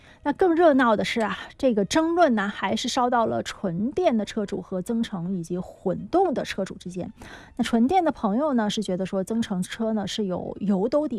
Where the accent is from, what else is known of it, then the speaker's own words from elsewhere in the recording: Guangdong, China; 我们广东人